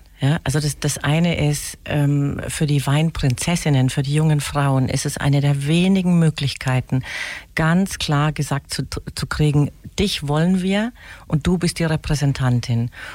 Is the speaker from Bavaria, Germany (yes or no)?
yes; Wiesenbronn, Bavaria, Germany; ich bin auf dem Weindorf aufgewachsen